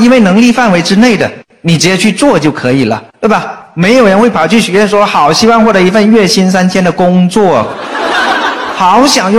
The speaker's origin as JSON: {"language": "Chinese", "region": "Guangxi", "country": "China", "said": "因为我是个广西人。"}